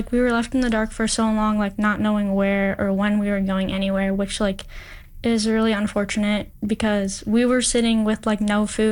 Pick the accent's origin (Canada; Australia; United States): Canada; Kenora, Ontario; moved away as an adult; I'm from a small town called Kenora, Ontario. It's close to the Manitoba border.